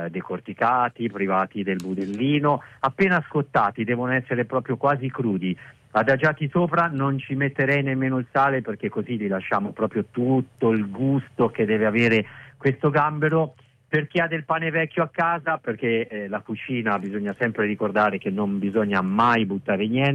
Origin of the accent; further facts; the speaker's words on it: Milan, Lombardy, Italy; born there; Io sono nato a Milano